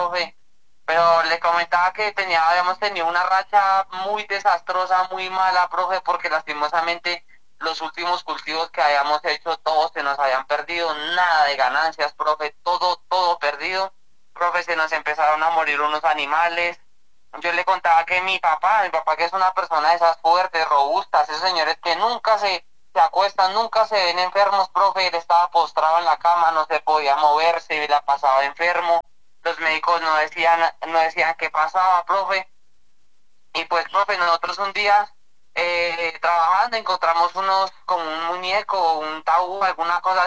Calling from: Caparrapí, Cundinamarca, Colombia; Lo llamo por acá desde Caparrapí, Cundinamarca

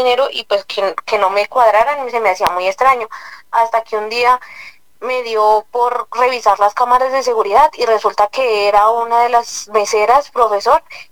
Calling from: Garagoa, Boyacá, Colombia; Yo lo llamo desde Garagoa, Boyacá.

